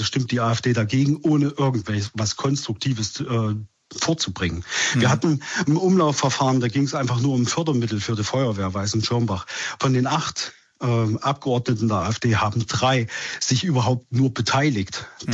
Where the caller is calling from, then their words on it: Querfurt, Saxony-Anhalt, Germany; Ich komme aus Querfurt